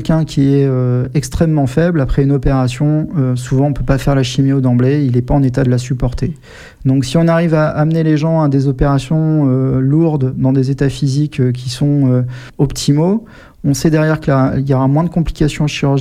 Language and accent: French; Amiens, Hauts-de-France, France; moi, je suis originaire d'Amiens.